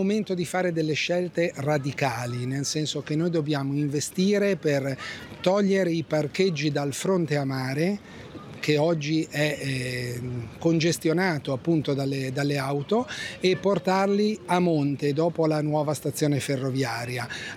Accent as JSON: {"language": "Italian", "town": "Levanto", "region": "Liguria", "country": "Italy", "tie": "born or raised there", "moved": "as an adult", "said": "io sono nato a Levanto 60 anni fa, sono cresciuto qui, ho studiato, ho fatto le superiori"}